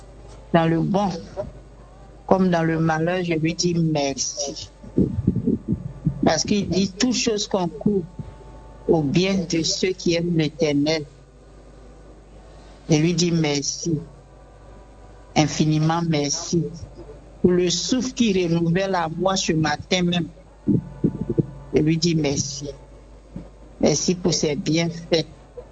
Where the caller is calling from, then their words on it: Abidjan, Côte d’Ivoire; J'appelle de la Palmeraie.